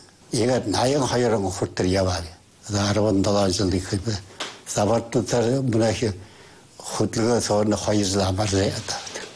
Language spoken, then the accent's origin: Mongolian; Inner Mongolia, China; би Өвөн хөсөндөө шинхэн зоомны бүрдэрэгэд